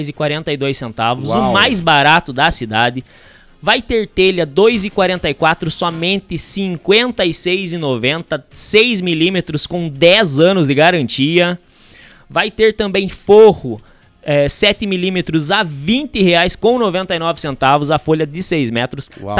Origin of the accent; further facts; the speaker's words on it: Santa Catarina, Brazil; moved away as an adult; now in Palmeira, Brazil; Por último, eu tava na divisa com o Rio Grande do Sul, mas eu sou catarinense. Me criei em Santa Catarina